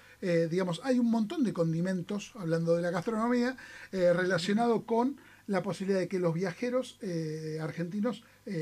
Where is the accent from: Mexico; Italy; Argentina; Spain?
Italy; Calabria; Spanish is a second language; De este lado somos de Calabria.